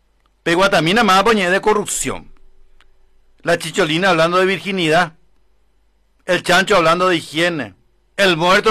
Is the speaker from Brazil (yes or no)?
no; Paraguay; somos independientes los paraguayos?